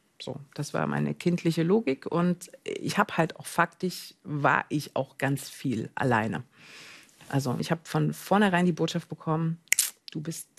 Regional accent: East Germany, Germany; ich bin halt im Osten groß geworden

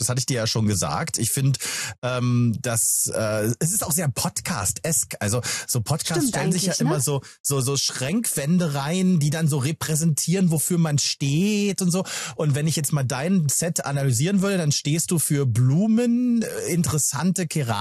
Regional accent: Magdeburg, Saxony-Anhalt, Germany; now in Cologne, Germany; ich als Magdeburger, das haben wir gemacht. Wir sind im Herbst immer in den Harz gefahren.

